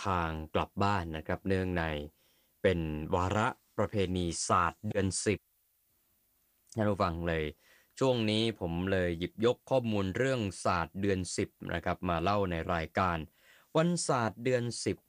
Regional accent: Central Thailand, Thailand; แต่ผมเนี่ยในฐานะที่เป็นคนภาคกลางเราก็ได้ยินมานานนะ

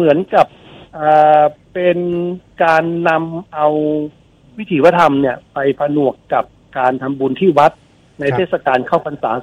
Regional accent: Tron District, Uttaradit, Thailand; มาตั้งถิ่นฐานตามลำน้ำปัจจุบันของเราเนี่ยอยู่ริมแม่น้ำน่านนะครับอยู่ที่ตำบลหาดสองแควอำเภอตรอนจังหวัดอุตรดิตถ์

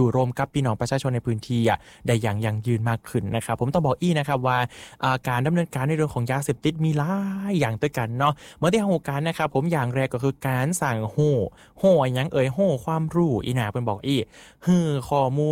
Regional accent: Isan, Thailand; ผมคนอีสานก็ถ้าจะเหมือนกันเนาะ

